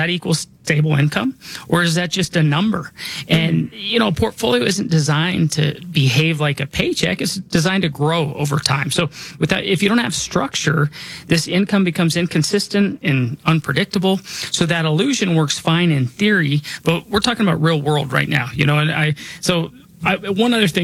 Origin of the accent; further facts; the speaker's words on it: Denver, Colorado, United States; I'm different. AJM Financial is different. I was born and raised here in Denver.